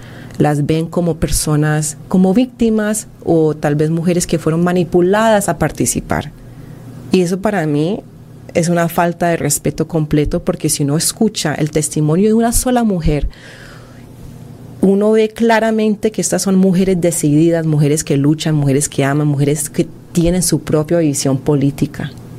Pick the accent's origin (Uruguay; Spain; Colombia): Colombia; now in El Salvador; Aunque yo soy colombiana, creo que he pasado más tiempo en este país que en mi propio país.